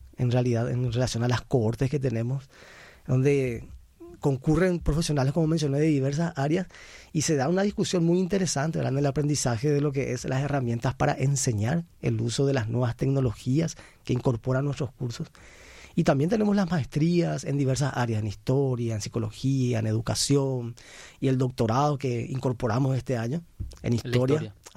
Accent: Paraguay; nosotros particularmente como paraguayos, al ser mediterráneos

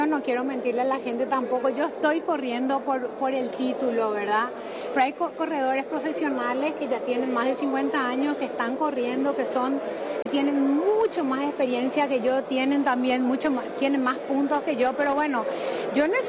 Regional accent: Paraguay; No saben las ganas que yo tengo de correr en mi país.

